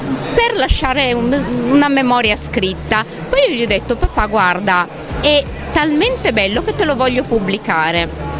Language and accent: Italian; Piedmont, Italy; born there; I miei genitori sì, io sono già nata in Piemonte.